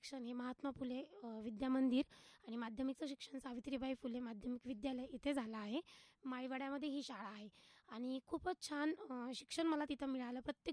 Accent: Ahmednagar, Maharashtra, India; also born or lived in Malegaon; मी मूळची अहिल्यानगरचीच आहे, माझं बालपण इथलंच आहे. माझा जन्म हा मालेगावमध्ये झाला, पण वडील प्रॉपरचे इथलेच असल्यामुळं अहिल्यानगरमध्येच माझं बालपण लहानची मोठी मी इथेच झाली आहे.

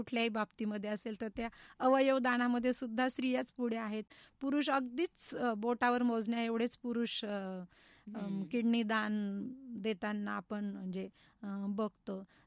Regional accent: Aurangabad, Maharashtra, India; now in Ahmednagar, India; औरंगाबादला असायचे, म्हणजे माझ्या माहेरी

